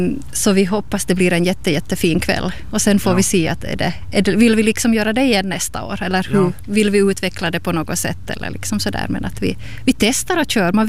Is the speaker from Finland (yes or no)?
yes; Kristinestad, Ostrobothnia, Finland; när jag var ung här ännu i Kristinestad.